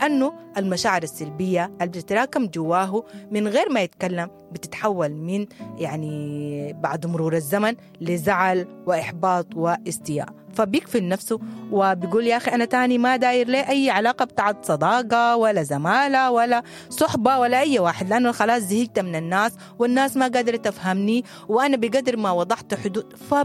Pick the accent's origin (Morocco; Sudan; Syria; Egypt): Sudan; إحنا كسودانيين